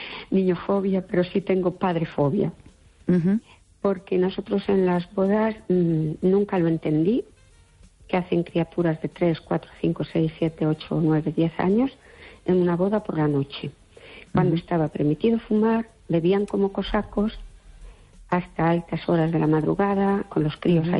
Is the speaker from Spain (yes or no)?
yes; Fene, Galicia, Spain; de Fene, ¿qué tal?